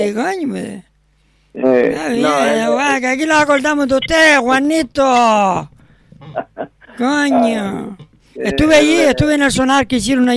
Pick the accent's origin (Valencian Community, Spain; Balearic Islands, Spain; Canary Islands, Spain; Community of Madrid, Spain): Canary Islands, Spain; como canario, claro, por defender lo nuestro